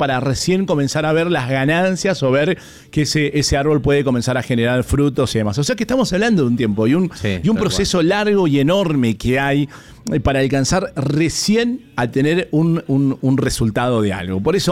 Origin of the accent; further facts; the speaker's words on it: Mendoza, Argentina; Bueno, acá como mendocinos sabemos cómo de repente en tiempo de en este tiempo, en esta época, el tema de las heladas